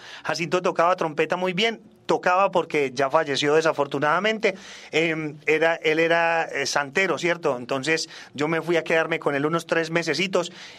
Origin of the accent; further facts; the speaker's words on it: Melbourne, Victoria, Australia; first language English; Spanish is a second language; moved away as an adult; now in Medellín, Colombia; Yo me crié en Australia, soy nacido y criado en Australia.